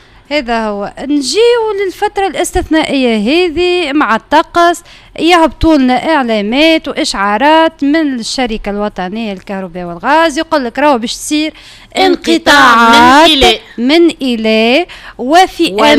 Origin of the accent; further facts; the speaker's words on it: Tunisia; بلادنا تعدى بفترة استثنائية جدا،